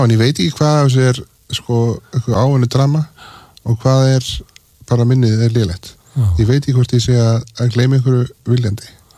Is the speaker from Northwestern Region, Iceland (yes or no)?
no; Reykjavík, Capital Region, Iceland; Ég man eftir að ég ólst upp á Norðurstíg sem er svona lítil gata í vestur miðbænum.